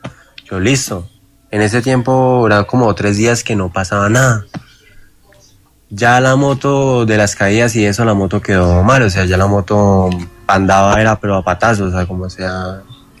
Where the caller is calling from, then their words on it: San Juan de Rioseco, Cundinamarca, Colombia; yo vivo en San Juan de Río Seco, con Dinamarca.